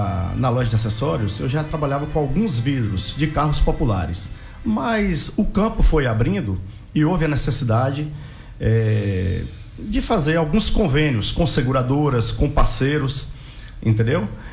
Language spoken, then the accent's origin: Portuguese; Mutans district, Bahia, Brazil; Eu nasci na Fazenda Jacaré, aqui no distrito de Mutans, no ano de 82. E todos nós somos em 6 irmãos, todos nós fomos criados lá, na Fazenda Jacaré.